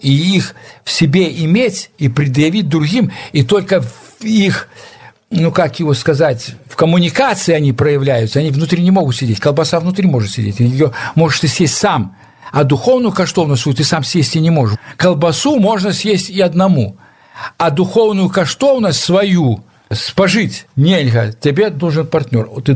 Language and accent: Russian; Vawkavysk, Grodno Region, Belarus; moved away as an adult; now in Moscow, Russia; никакого акцентования не было на том, что мы белорусы. У нас в семье размовляли, до речи, по-польску, а мы размовляли уже в русской школе по-русски, в Волковыске в городе.